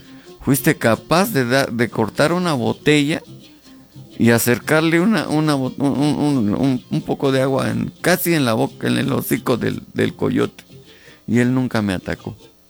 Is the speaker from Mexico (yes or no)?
yes; Zimapán, Hidalgo, Mexico; yo llegando a Zimapán, a México, a Hidalgo, voy a cambiar el mundo. Y me vine por eso a mi pueblo